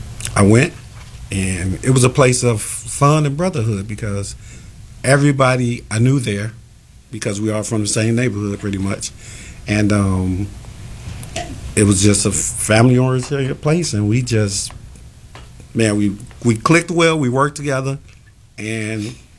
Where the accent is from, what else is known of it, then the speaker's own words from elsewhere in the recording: Chicago, Illinois, United States; We're from Jackson and Casey.